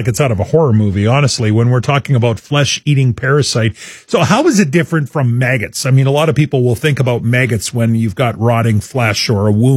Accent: Saskatchewan, Canada; Born and raised in Saskatchewan, I've talked many times about growing up on the farm. We were a mixed farm operation, so we did grain farming, but we also had cattle growing up.

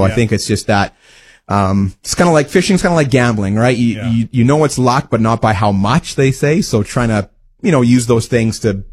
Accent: Wawota, Saskatchewan, Canada; growing up in Wawota, Saskatchewan. So I grew up in the southeast

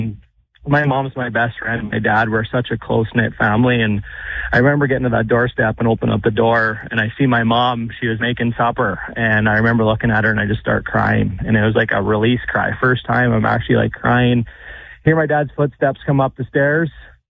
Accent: Kindersley, Saskatchewan, Canada; I was fortunate enough to be the captain for my hometown Kindersley Clippers.

